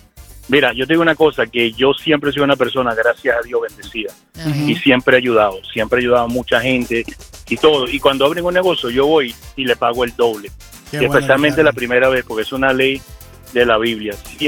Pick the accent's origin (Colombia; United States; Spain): United States; New York; Mira, yo me crié en Nueva York y los amigos míos judíos me apoyaban mucho, y los amigos míos latinos iban y comían gratis.